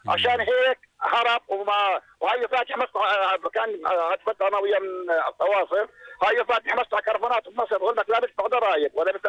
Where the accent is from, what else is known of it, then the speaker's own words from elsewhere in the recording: Jordan; أجا واحد بدي استثمر هون عندنا بالأردن يسوي مصنع كرفانات.